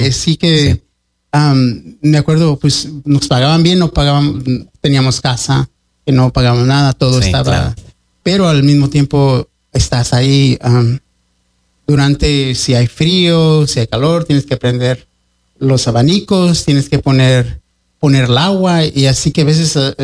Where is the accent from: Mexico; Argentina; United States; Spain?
United States; Royal City, Washington; now in Pasco, United States; yo crecí en Royal City, que es un pueblo agricultor.